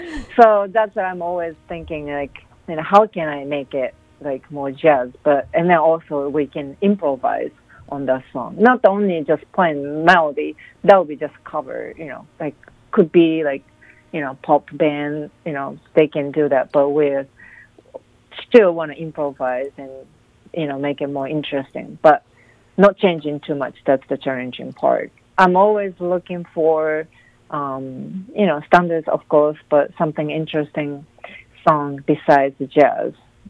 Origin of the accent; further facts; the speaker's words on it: Japan; Okay. I'm originally from Japan. I started playing piano from 4 years old, and I started, I was playing classical piano very seriously until 19 years old, 20 years old.